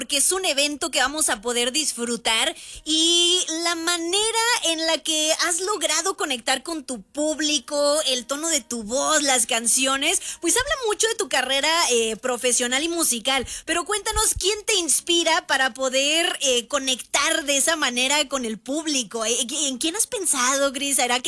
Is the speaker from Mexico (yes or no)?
yes; Mexico